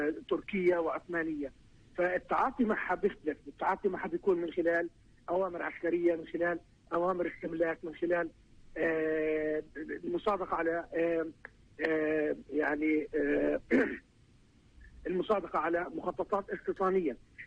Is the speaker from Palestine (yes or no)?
yes; Bethlehem Governorate, Palestine; عندنا في الريف الشرقي لمحافظة بيت لحم